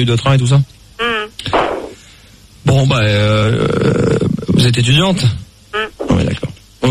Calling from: Paris, Île-de-France, France; Enfin, je suis de Paris, moi.

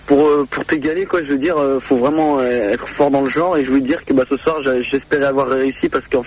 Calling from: Poitiers, Nouvelle-Aquitaine, France; de Poitiers, exactement, de Poitiers.

